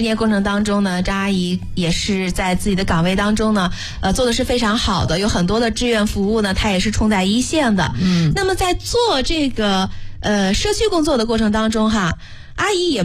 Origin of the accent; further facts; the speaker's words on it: Xuzhou, Jiangsu, China; 咱们徐州人说是特别的钻机的人